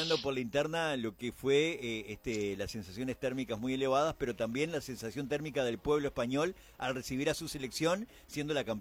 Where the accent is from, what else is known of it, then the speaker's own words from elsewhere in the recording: Tacuarembó, Uruguay; now in Rivera, Uruguay; Yo cuando me vine de Tacuarembó, acá lo padecía Rivera, porque es impresionante el calor que se siente acá.